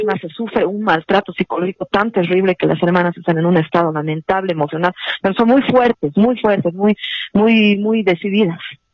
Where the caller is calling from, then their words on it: La Paz, Bolivia; te estoy llamando desde La Paz